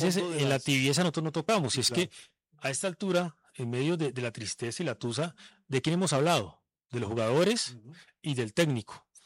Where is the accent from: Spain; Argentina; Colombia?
Colombia; Y el estilo de Colombia lo tenemos. Nosotros somos los suramericanos que más tocamos la pelota.